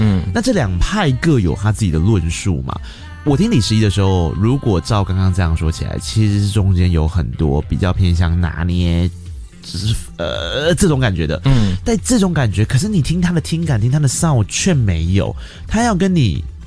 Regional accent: Tainan, Taiwan; now in Taipei, Taiwan; 我来自台南哦、台南的冬天没有雨的。

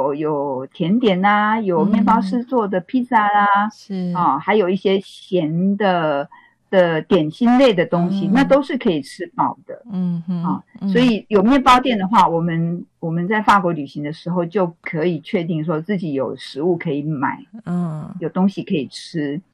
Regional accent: Taiwan; moved away as an adult; now in France; 我们台湾

